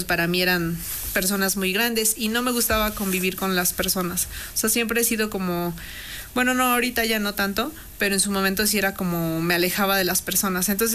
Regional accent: Puebla, Mexico; Soy originaria de Puebla, Puebla.

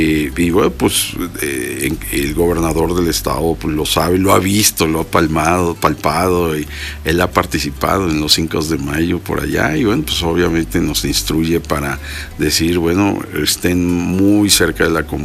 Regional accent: Mexico; estar muy orgullosos de lo que somos como mexicanos.

